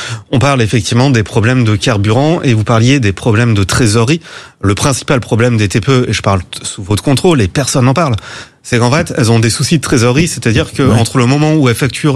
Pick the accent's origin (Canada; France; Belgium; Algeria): France; Auvergne-Rhône-Alpes; je suis originaire de Haute-Savoie. J'habite juste à côté de l'autoroute Blanche, donc c'est l'autoroute avec les camions qui passent sous le tunnel du Mont-Blanc.